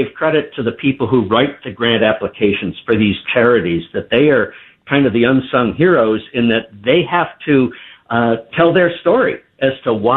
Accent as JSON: {"language": "English", "town": "Holland", "region": "New York", "country": "United States", "tie": "born or raised there", "said": "I grew up in the South Towns in a small town called Holland."}